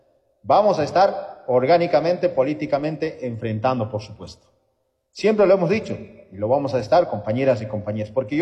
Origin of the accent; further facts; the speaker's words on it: Potosí, Bolivia; moved away; Yo cuando era chango, recuerdo